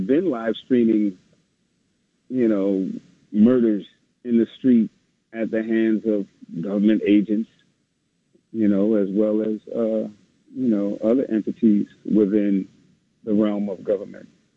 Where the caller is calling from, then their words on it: New York, United States; I'm calling from Queens.